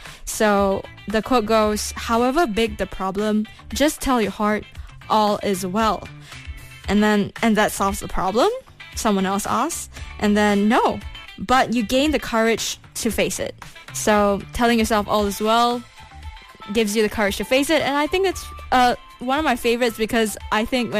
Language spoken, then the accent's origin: English; Malaysia; I mean, we are Malaysian, right?